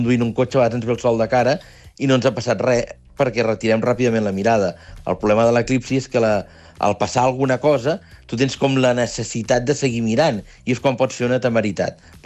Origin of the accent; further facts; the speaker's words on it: Barcelona, Catalonia, Spain; moved away as an adult; now in Àger, Spain; jo sóc del barri de Gràcia de Barcelona